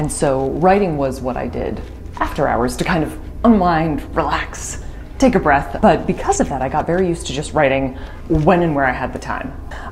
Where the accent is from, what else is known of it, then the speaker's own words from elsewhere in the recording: Hudson, United States; I had a really wonderful, lovely experience growing up in Hudson, and I had a great family life and wonderful friends